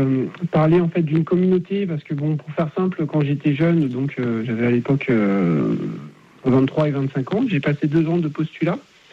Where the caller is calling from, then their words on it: Nouvelle-Aquitaine, France; Je vous appelle de Charente-Maritime.